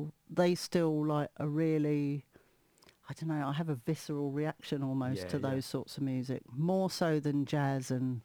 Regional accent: Brixton, London, United Kingdom; growing up in Brixton, as soon as you stepped out of your house there was music, because there were loads and loads of record shops

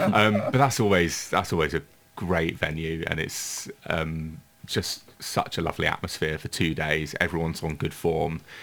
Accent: Grantham, East Midlands, United Kingdom; moved away; I grew up in a small town in Lincolnshire, in Grantham. So the art scene, the music scene was very limited

